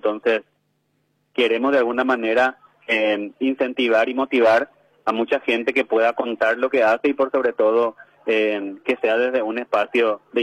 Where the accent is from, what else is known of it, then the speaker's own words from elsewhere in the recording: Asunción, Paraguay; born there; soy del Bañado Sur, o sea, nací en el Bañado Sur, soy de la comunidad de San Miguel, en el barrio San Cayetano